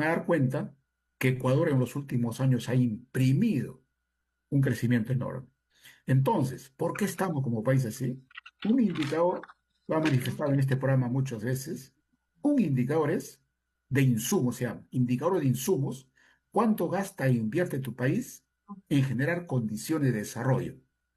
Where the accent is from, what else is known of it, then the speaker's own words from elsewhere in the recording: Ancash, Peru; Ah, mi tierra.